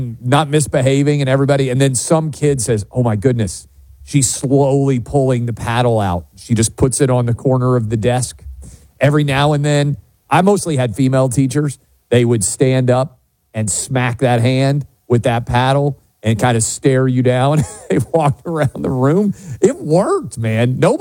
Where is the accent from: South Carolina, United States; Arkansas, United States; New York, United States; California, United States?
New York, United States; New York City; This is where growing up in New York City, I would have been very surprised